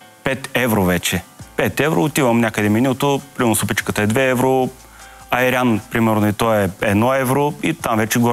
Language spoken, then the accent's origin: Bulgarian; Ivaylovgrad, Haskovo Province, Bulgaria; Ивайловград е едно много хубаво градче в Югоизточна България.